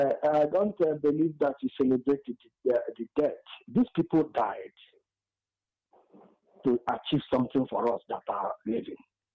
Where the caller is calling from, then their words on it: Enugu, Enugu State, Nigeria; I'm calling from Enugu.